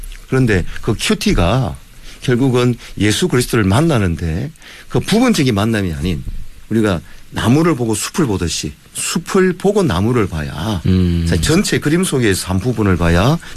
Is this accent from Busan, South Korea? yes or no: yes; Busan, South Korea; also born or lived in Masan; 태어난 곳은 마산인데 삶의 어떤 뭐 무슨 생활을 끄는 부산이었다 보니까